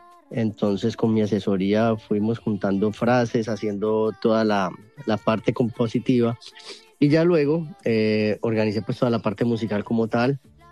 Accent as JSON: {"language": "Spanish", "country": "Colombia", "moved": "yes"}